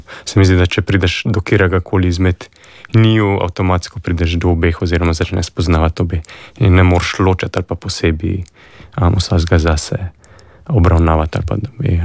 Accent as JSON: {"language": "Slovenian", "town": "Ljubljana", "region": "Central Slovenia", "country": "Slovenia", "said": "ker sem iz Ljubljane"}